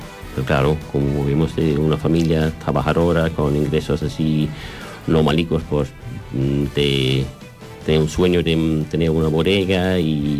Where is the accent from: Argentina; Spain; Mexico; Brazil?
Spain; Valencian Community; Somos de aquí, de la Marina Alta.